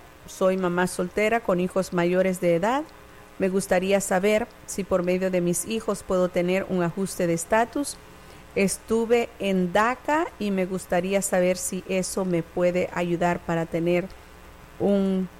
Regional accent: Honduras; Yo soy ciudadano y acabo de hacer una aplicación para mi hijo, que es mayor de edad y está casado. Somos de Honduras.

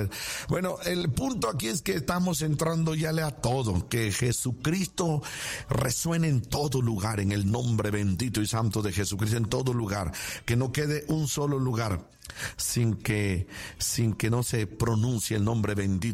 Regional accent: Mexico; born there; De este lado del río, para acá, para del lado mexicano, para acá, para donde yo nací

